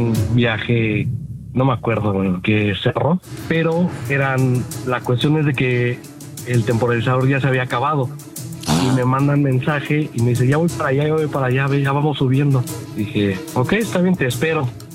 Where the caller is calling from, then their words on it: Mexico City, Mexico; De la poderosísima CDMX.